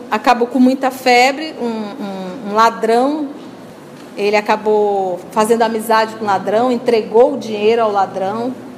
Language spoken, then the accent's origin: Portuguese; Amazonas, Brazil; Nós somos amazonense e somos o quê? Brasileiro. Então a nossa nacionalidade é brasileira. O nosso estado, o Amazonas.